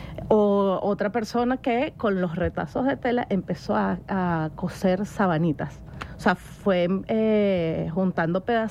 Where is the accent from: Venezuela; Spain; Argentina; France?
Venezuela; como venezolanos somos un pueblo maravillosamente sororo y solidario.